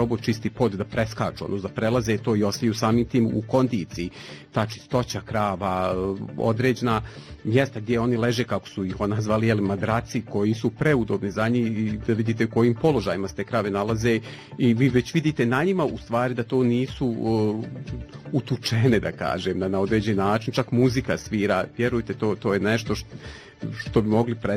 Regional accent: Bosanska Krupa, Federation of Bosnia and Herzegovina, Bosnia & Herzegovina; Evo, ja sam iz Bosanske Krupe, pa putujem svaki dan iz Krupe prema Bihaću.

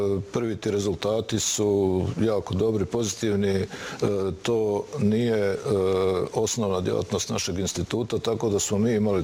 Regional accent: Banja Luka, Republika Srpska, Bosnia & Herzegovina; ja sam odrastao i rođen u Banja Luci

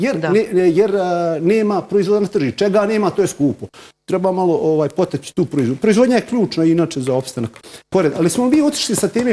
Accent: Velika Kladuša, Federation of Bosnia and Herzegovina, Bosnia & Herzegovina; evo ja sam iz Velike Kladušće, iz Todorova gdje sam rođen

